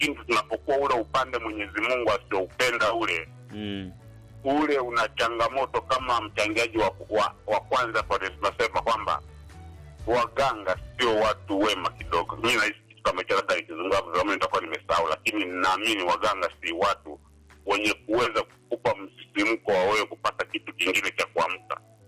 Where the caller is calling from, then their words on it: Bunda, Mara, Tanzania; Mimi ni wa Bunda